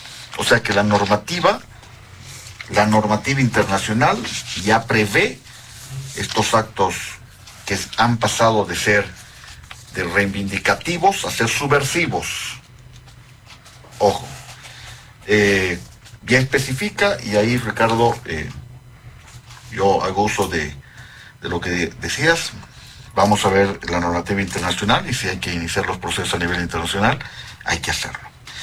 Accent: Cochabamba, Bolivia; la gente dice en Cochabamba, que es de donde yo vengo

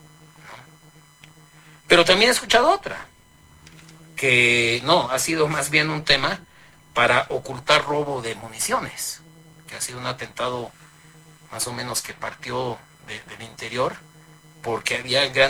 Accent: Bolivia

